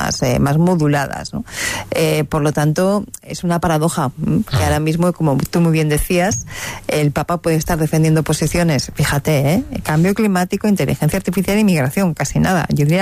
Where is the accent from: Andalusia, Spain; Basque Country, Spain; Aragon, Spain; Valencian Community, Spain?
Aragon, Spain; Zaragoza; now in Madrid, Spain; aunque yo ahora vivo en Madrid, soy de Zaragoza, por lo tanto, estoy prácticamente en casa.